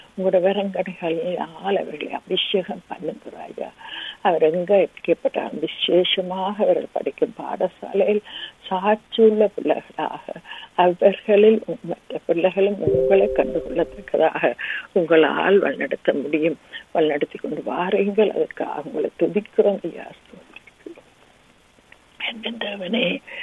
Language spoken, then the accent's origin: Tamil; Sri Lanka; moved away; அந்த சிறிய நாங்கள் பிறந்து வளர்ந்த அந்த சிறிய தீவுக்காக